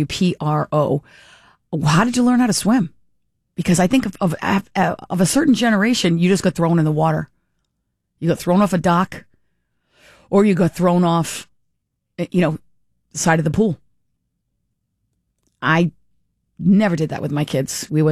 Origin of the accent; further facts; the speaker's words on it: Warwick, Rhode Island, United States; Warwick Vets High School, the original. So I don't know if that's the middle school now. That was my hometown.